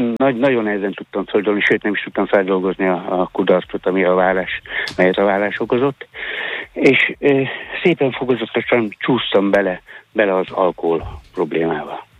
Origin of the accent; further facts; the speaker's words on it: Fót, Pest, Hungary; Ezt a Fóti gyermekvárosba nevelkedtem.